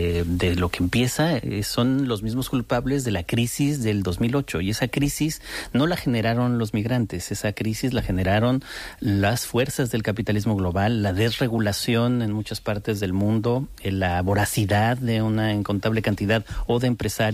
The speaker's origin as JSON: {"language": "Spanish", "country": "Spain", "also_born_or_lived": "United States", "said": "Bueno, soy también español y no siempre me he sentido en uh-huh. España, tengo que decirlo, absolutamente acogido"}